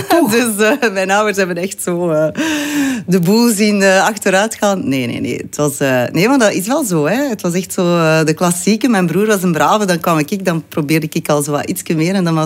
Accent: Ostend, West Flanders, Belgium; Ik ben geboren in Oostende, aan het Zeetje. Dus een echte West-Vlaamse. Ik ben opgegroeid.

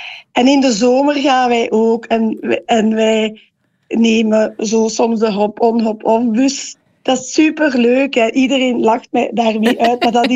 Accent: Zwartberg, Limburg, Belgium; Dus ik ben van Zwartberg afkomstig, ja, van Limburg. En daar woonde een Franstalige familie. En mijn mama was eigenlijk ook Franstalig, mijn papa Italiaan.

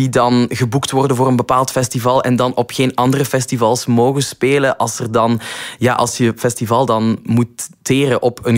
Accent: Flanders, Belgium; ons als Vlamingen

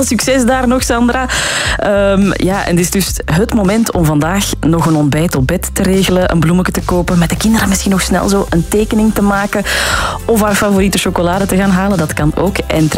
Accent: Antwerp, Flanders, Belgium; om heel eerlijk te zijn, ik ben van Antwerpen, dus voor mij is het officieel morgen geen moederdag.

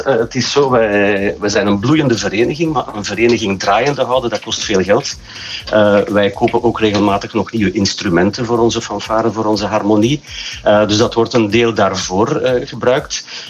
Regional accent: Terhalfene, Flanders, Belgium; Nu, onze bijnaam, wij zijn zotten van Terhalfenen. Wij zijn niet gek, maar wij maken heel veel plezier.

